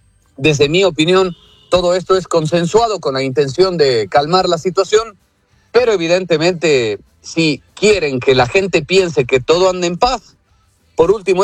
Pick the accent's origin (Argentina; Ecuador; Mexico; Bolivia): Ecuador; Ojalá que sí, como ecuatorianos.